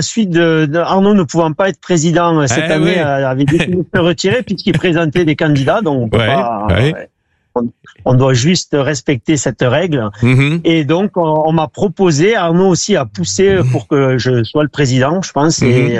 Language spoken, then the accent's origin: French; Occitanie, France; à Perpignan, à Ponteia, juste à côté de Perpignan, un petit village, mon village natal.